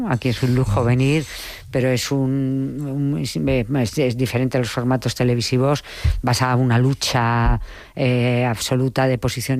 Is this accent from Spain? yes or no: yes; Madrid, Community of Madrid, Spain; que a lo mejor cuando éramos jóvenes, yo que soy de Madrid, ese problema no lo tenías